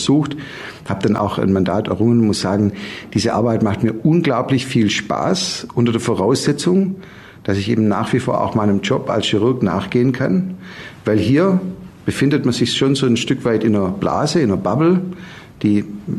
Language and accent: German; Münsingen, Baden-Württemberg, Germany; Und deswegen habe ich mich im Jahr 2009 mal für die Gemeinderatswahl in Münsingen, meiner Heimatstadt, aufstellen lassen.